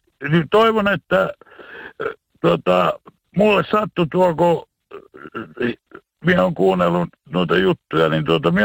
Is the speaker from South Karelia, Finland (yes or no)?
no; Rovaniemi, Lapland, Finland; born there; kun minä olin nuori kaveri Rovaniemellä